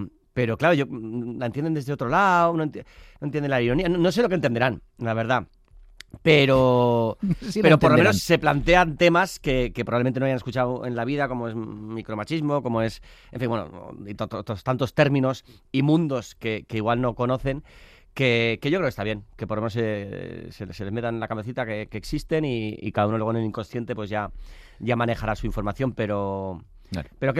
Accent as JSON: {"language": "Spanish", "town": "San Sebastián", "region": "Basque Country", "country": "Spain", "said": "O sea, yo soy de Donosti, soy de hombre de mar"}